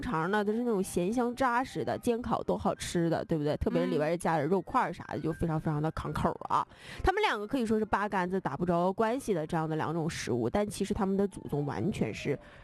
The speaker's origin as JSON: {"language": "Chinese", "region": "Northeast China", "country": "China", "said": "咱们东北人零上35度能待，零下35度也能待"}